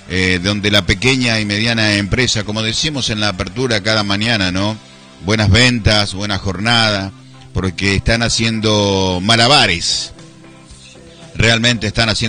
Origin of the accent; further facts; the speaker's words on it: Argentina; nosotros como argentinos decimos